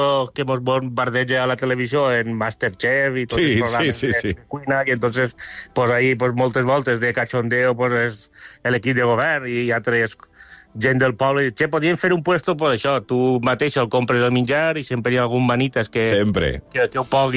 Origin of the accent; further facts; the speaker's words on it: Valencian Community, Spain; com som valencians